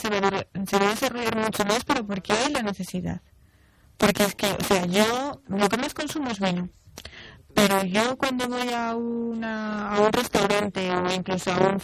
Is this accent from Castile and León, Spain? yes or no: yes; Laguna de Duero, Castile and León, Spain; yo soy de Laguna de Duero, un pueblo muy pequeñito dentro de Valladolid, bueno, pequeñito, tenía 20 mil habitantes, pero bueno, un pueblo, Castilla Profunda